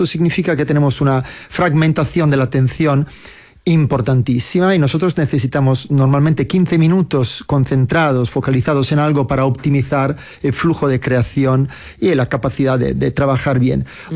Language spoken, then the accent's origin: Spanish; Sardinia, Italy; Spanish is a second language; Sardeña, la isla de Sardeña.